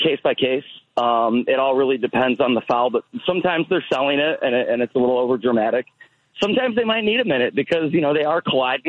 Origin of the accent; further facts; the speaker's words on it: United States; Hard for me to say as an American